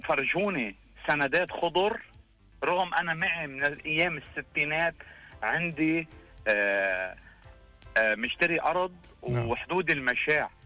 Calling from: South Lebanon, Lebanon; أنا عم بحكيك من الجنوب.

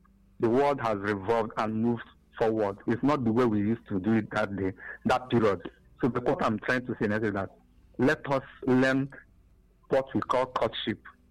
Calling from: Onitsha, Anambra, Nigeria; I'm calling from Onitsha.

